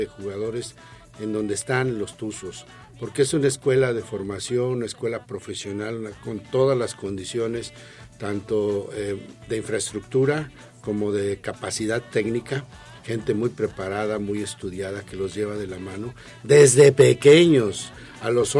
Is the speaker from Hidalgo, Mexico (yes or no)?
yes; Tepeji del Río, Hidalgo, Mexico; yo soy de un pueblito más lejano a la capital. Soy hidalguense.